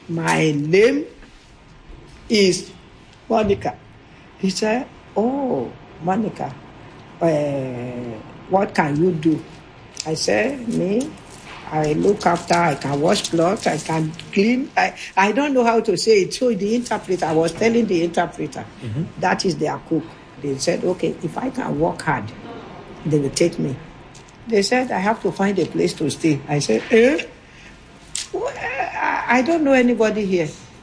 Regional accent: Mogadishu, Banadir, Somalia; English is a second language; I don't know how to say I come from Mogadishu. I just said, I come for job.

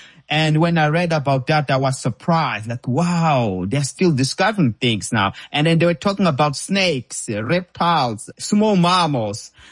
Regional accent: Beira, Sofala, Mozambique; We grew up together in Beira.

